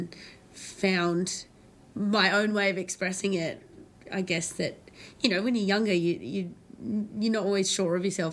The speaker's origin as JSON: {"language": "English", "town": "Launceston", "region": "Tasmania", "country": "Australia", "tie": "born or raised there", "said": "Like, I grew up in Tassie. I'm a regional girly. And we missed out on a lot because people just didn't come to Launceston."}